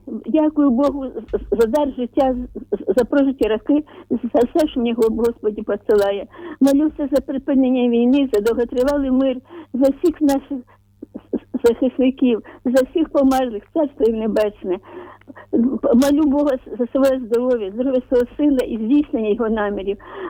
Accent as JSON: {"language": "Ukrainian", "town": "Zaporizhzhia", "region": "Zaporizhzhia Oblast", "country": "Ukraine", "tie": "born or raised there", "said": "особливо півдні України, моєму рідному Запоріжжю."}